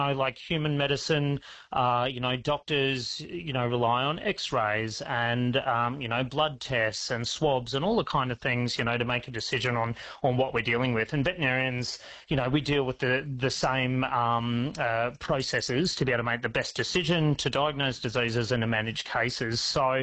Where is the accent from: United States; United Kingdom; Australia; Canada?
Australia; And we pour a lot of money, thank God, into Australian health services. And I'm so proud as an Australian